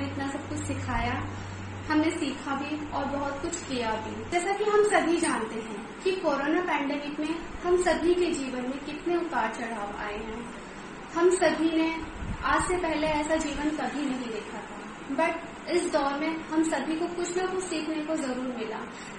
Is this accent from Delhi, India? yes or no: yes; Delhi, India; और मैं दिल्ली से हूँ।